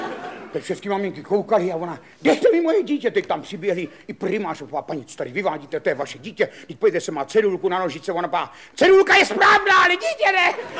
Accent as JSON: {"language": "Czech", "town": "Ivančice", "region": "South Moravian Region", "country": "Czechia", "tie": "born or raised there", "said": "Já jsem se narodil v Ivančicích, mě nerodila porodní bába, my jsme s ní nevycházeli, tak tam byly jistý obavy, a tak jsem se narodil v porodnici a v těch Ivančicích jsem prožíval velký kus svého mládí."}